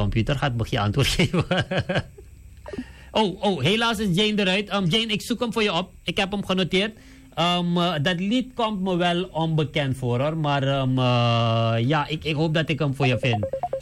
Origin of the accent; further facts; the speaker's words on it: Suriname; we zijn Surinamers.